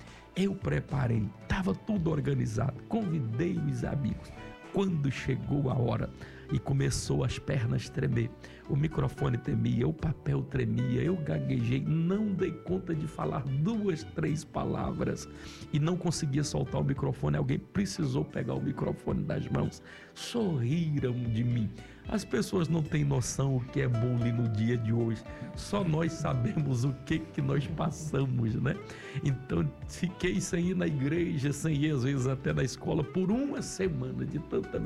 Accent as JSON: {"language": "Portuguese", "town": "Colinas do Tocantins", "region": "Tocantins", "country": "Brazil", "moved": "yes"}